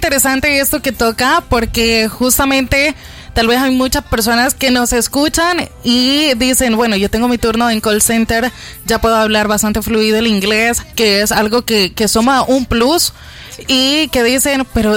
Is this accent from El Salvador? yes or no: yes; El Salvador; los salvadoreños.